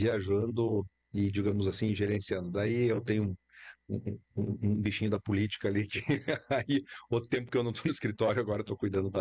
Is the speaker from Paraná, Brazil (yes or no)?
yes; Clevelândia, Paraná, Brazil; now in Pato Branco, Brazil; da minha cidade natal, lá em Clevelândia